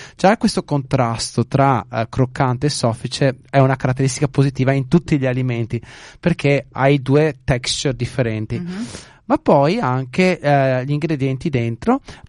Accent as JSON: {"language": "Italian", "country": "Italy", "moved": "yes", "lives_now": "Australia", "said": "in Italia, nel nostro caro Nord-Est."}